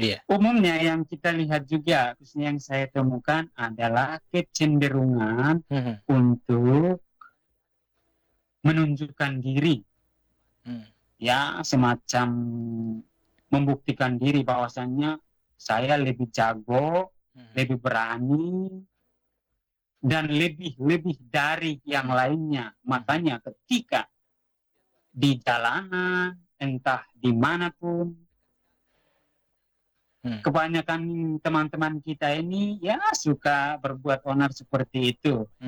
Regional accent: East Nusa Tenggara, Indonesia; Berbicara, berkomunikasi dengan bahasa Dawan juga itu merupakan satu simbol identitas di mana kita sebagai orang Dawan Timur. Sebagai orang Dawan Timur juga, kita tidak boleh melupakan bahasa daerah atau bahasa ibu.

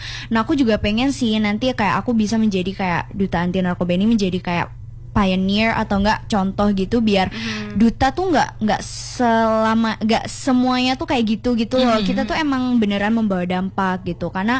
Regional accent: Gondanglegi District, East Java, Indonesia; aku kan anak Kabupaten Nyol ya Kak ya. Dan aku tuh anak aku dari kecamatan yang namanya itu Kecamatan Gondanglegi.

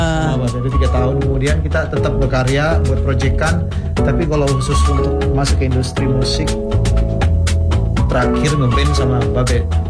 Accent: Medan, North Sumatra, Indonesia; Sebenarnya karena saya asli Dede di Medan ya.

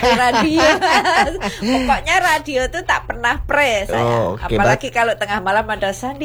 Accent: Pacitan, East Java, Indonesia; born there; di kota tempat saya tuh rame

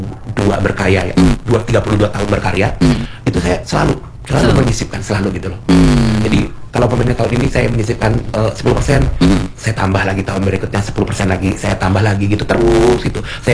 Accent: Cirebon, West Java, Indonesia; aku orang Cirebon

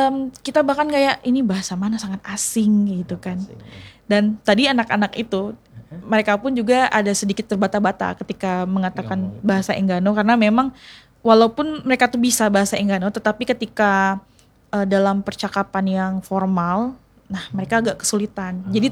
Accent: Bengkulu, Indonesia; accent: Sumatran; Kayak misalnya saya orang Bengkulu ngomong bahasa Indonesia tuh pasti orang ketahuan, iku pasti orang Sumatera

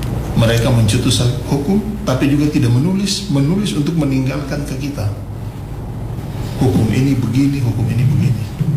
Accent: Maluku, Indonesia; kita sebagai orang Kei yang hidup di Kei saat ini, maupun dimanapun

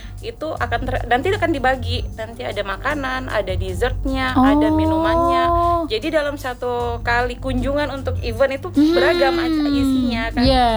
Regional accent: Pohara, Southeast Sulawesi, Indonesia; saya asli Pohara

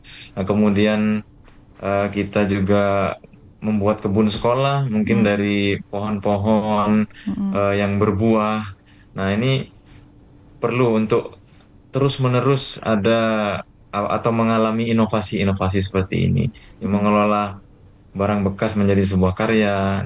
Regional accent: Jember, East Java, Indonesia; born or raised there

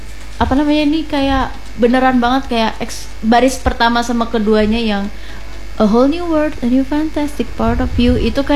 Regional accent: Tangerang, Banten, Indonesia; now in Palangkaraya, Indonesia; aku merantau ke sini. Aku bukan asli sini by the way. Aku dari Tangerang.

